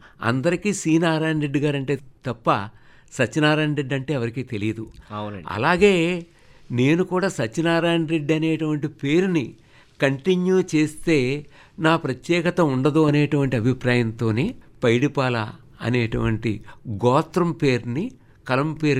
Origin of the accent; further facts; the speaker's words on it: Pasalapudi, Andhra Pradesh, India; నా స్వగ్రామం తూర్పుగోదావరి జిల్లాలోని రామచంద్రపురం దగ్గరుండేటువంటి పసలపూడి అనేటువంటి ఊరు.